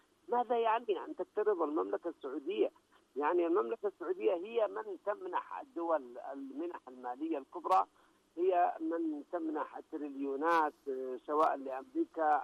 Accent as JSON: {"language": "Arabic", "country": "Yemen", "said": "نحن أبناء اليمن أعزاء وكرماء وشرفاء."}